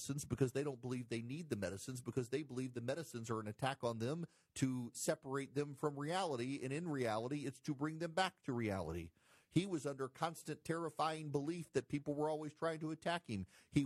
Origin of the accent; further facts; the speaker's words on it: Jackson, Louisiana, United States; I am from Jackson, Louisiana. Those of you listening right now in Baton Rouge and Lafayette, you might know where Jackson is.